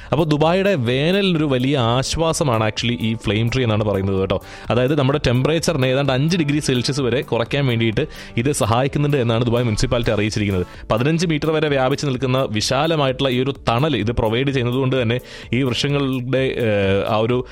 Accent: Kerala, India; ഇപ്പോൾ coming back from നമ്മുടെ കേരളത്തിൽ നിന്ന് വരുന്നവരായതുകൊണ്ട് തന്നെ

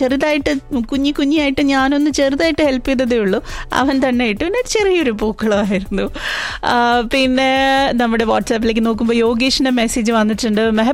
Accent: Thiruvananthapuram, Kerala, India; moved away; ഞങ്ങൾ തിരുവനന്തപുരത്തുകാരി പഴിഞ്ഞി എന്നാണ് പറയുന്നത് കേട്ടോ.

